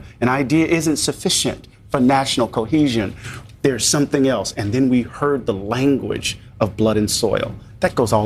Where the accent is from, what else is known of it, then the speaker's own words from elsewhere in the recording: Moss Point, Mississippi, United States; Well, I'm from Mississippi.